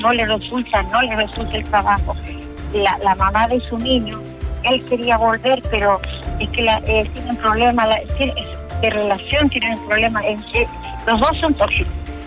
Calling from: Calama, Antofagasta, Chile; Yo soy de Calama.

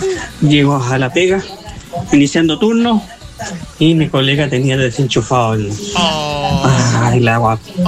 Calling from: Cabildo, Valparaíso, Chile; Desde Peña Blanca, el sector de Cabildo.

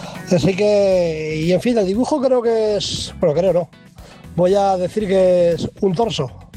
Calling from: Iniesta, Castilla-La Mancha, Spain; Hola, buenas madrugadas, pandilla. … de Iniesta, aquí de guardia.

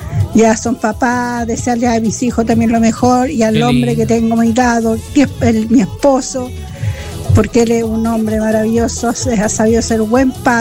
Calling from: Catemo, Valparaíso, Chile; somos de Acatemo.

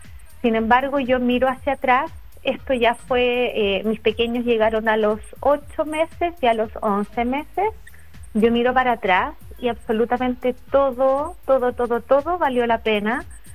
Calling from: Chile; acá en Chile

